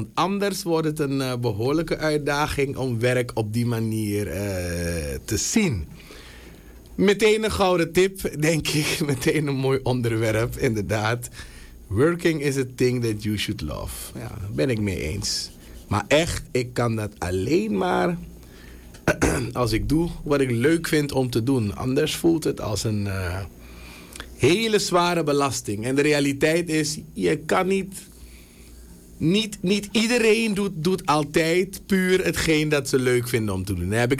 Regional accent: Suriname; wij als Surinamers

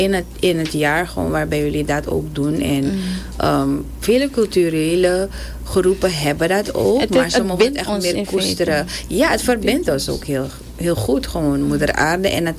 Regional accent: Suriname; En daarom vind ik het ook heel belangrijk dat wij als Surinamers die taal ook hoog houden.

